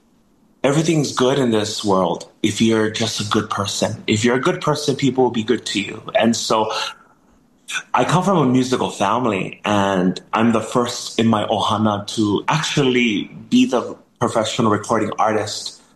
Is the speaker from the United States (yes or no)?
yes; Hilo, Hawaii, United States; also born or lived in Kona, Hawaii; now in Maui, United States; Hilo, my hometown, is drenched, rainy, moldy, right? And Hilo's the capital of hula, Mary Mauna Kula Festival.